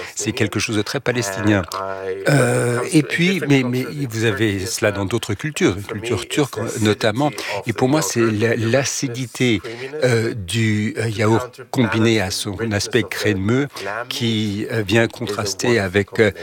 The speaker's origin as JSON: {"language": "French", "town": "Jerusalem", "region": "Jerusalem District", "country": "Israel", "tie": "born or raised there", "said": "Parce que j'ai grandi à Jérusalem et chaque culture avait sa propre tradition, sa propre recette de keftas, de boulettes."}